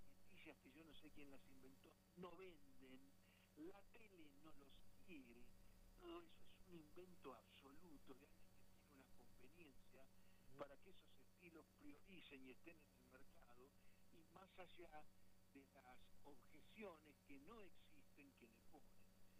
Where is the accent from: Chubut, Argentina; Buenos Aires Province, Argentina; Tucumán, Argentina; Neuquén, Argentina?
Buenos Aires Province, Argentina; Mercedes; Yo soy de Mercedes, Buenos Aires, 100 kilómetros al oeste de Buenos Aires. Yo tenía 14 años